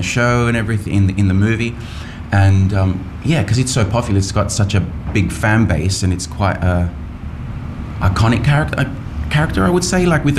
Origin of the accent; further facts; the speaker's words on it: Australia; moved away as an adult; also born or lived in Chile; now in France; because I had a bilingual upbringing because I was born in Chile, I grew up in Australia